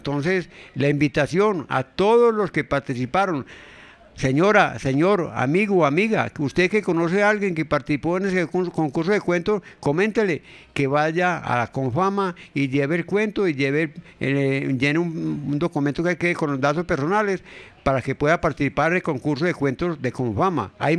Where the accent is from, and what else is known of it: Amagá, Antioquia, Colombia; born or raised there